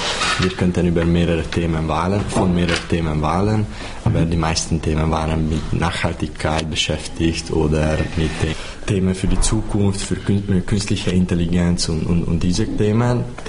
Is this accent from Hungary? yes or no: yes; Hungary; first language Hungarian; German is a second language; Und natürlich, meine Muttersprache ist Ungarisch und ich habe mit Gymnasium und auch vorher Deutsch gelernt.